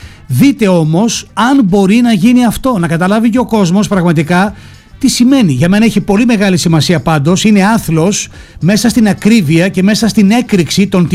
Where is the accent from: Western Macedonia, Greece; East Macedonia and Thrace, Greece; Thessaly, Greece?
Western Macedonia, Greece; Kastoria; Από πού είσαι? Α, από την Καστοριά.